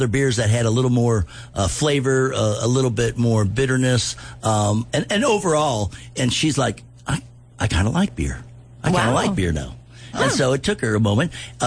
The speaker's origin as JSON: {"language": "English", "town": "St. Louis", "region": "Missouri", "country": "United States", "said": "Because I'm from St. Louis. You drink the Budweiser brands."}